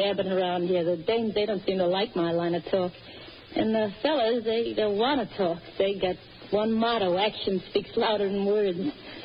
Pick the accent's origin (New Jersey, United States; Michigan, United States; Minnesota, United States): Minnesota, United States; Hardin; I come from Hardin, Minnesota.